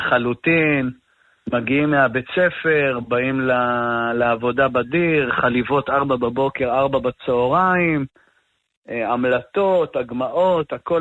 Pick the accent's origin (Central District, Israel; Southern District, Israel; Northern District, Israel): Northern District, Israel; Sde Eliezer; אני ממושב שדה אליעזר, דור שלישי של מגדלי כבשים.